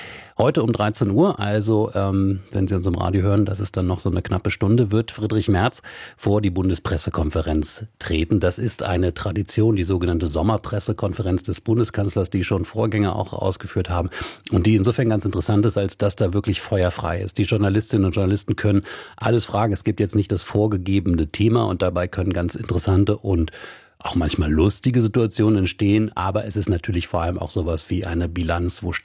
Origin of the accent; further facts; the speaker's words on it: Wolfsburg, Lower Saxony, Germany; wir sind beide aus Wolfsburg.